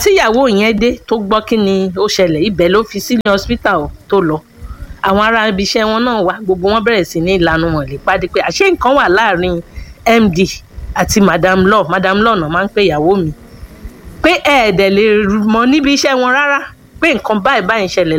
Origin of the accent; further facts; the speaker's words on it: Ekiti, Nigeria; bẹ́ẹ̀ ni alágídí ni mí ọmọ Èkìtì ni mí